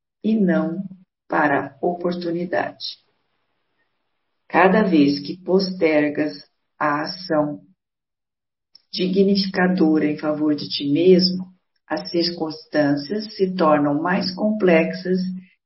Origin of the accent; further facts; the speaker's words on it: Bueno Brandão, Minas Gerais, Brazil; sou de Minas Gerais, da cidade de Bueno Brandão.